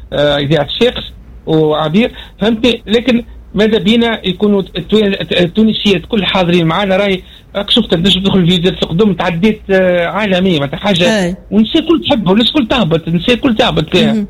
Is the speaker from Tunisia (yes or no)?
yes; Tunisia